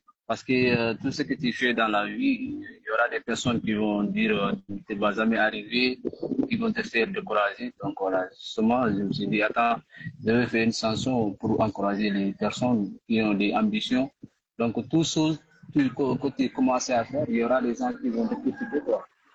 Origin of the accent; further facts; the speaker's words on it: Ziguinchor, Senegal; Parce que moi, je suis monsieur de Ziguinchor, comment dire, dans la commune d'Aliane. Je suis un villageois, quoi.